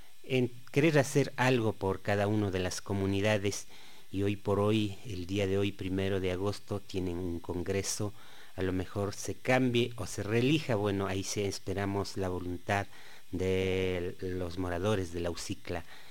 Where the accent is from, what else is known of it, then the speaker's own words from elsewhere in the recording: Cotopaxi, Ecuador; yo soy de Jilingua